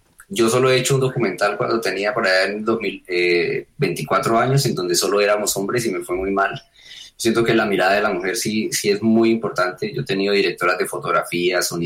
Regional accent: Málaga, Santander, Colombia; yo nací en Málaga, Santander, en un pueblo metido en las montañas de la cordillera oriental de los Andes, con difícil acceso, un pueblo que no se relaciona con Bucaramanga porque la carretera es una mentira y un caos total

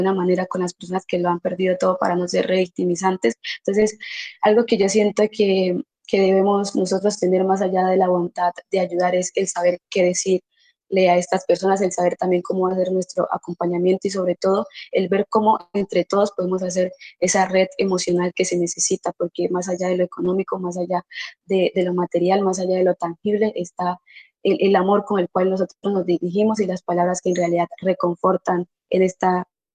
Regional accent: Colombia; siento que como humanos, como colombianos, no teníamos las herramientas suficientes para prepararnos para una situación como esta

